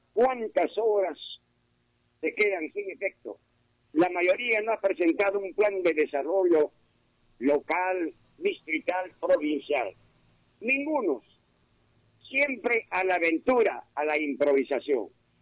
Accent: Peru; now in Aguaytía, Peru; el que le hablo como peruano, que tengo 36 años

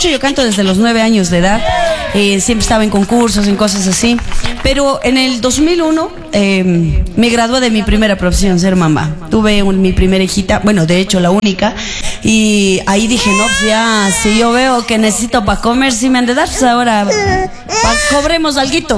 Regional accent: Latacunga, Cotopaxi, Ecuador; La Tacunga, Cotopaxi

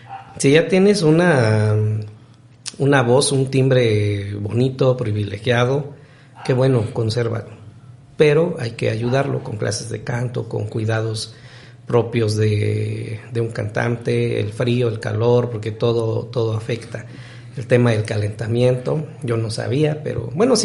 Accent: Totontepec, Oaxaca, Mexico; Soy de Totontepec, soy de la sierra.

